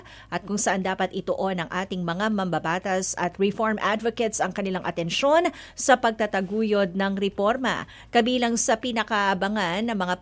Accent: Malolos, Central Luzon, Philippines; Sa amin sa Malolos, marami, di ba?

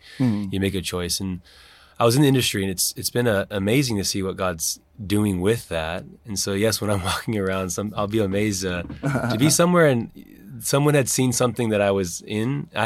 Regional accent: South Korea; English is a second language; I always would start off with … from South Korea.

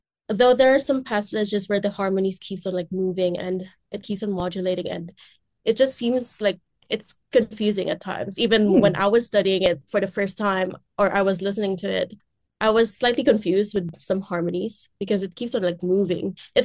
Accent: Philippines; Like, for me, my goal as a Filipino artist abroad, it's always been trying to explore Filipino classical music and bringing it to the world stage.

